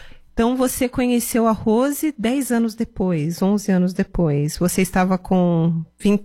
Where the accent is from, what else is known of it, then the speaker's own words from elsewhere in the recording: Bahia, Brazil; que eu sou baiano, né?